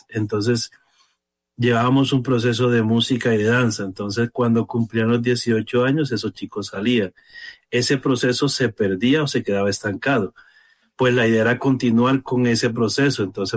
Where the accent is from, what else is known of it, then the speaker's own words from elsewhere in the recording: San Jacinto, Bolívar, Colombia; moved away as an adult; now in Bogotá, Colombia; yo soy sanjacintero de la costa